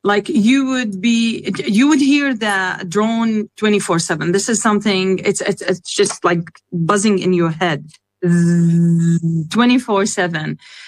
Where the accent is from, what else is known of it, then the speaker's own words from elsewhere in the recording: Canada; They like, because we're Canadian citizen, we would be able to enter or leave whenever we want, right?